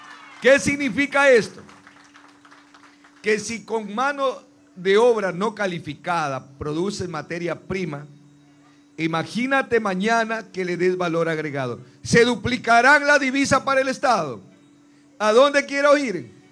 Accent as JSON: {"language": "Spanish", "region": "El Oro", "country": "Ecuador", "said": "Ese es el camino que tenemos que coger los orenses."}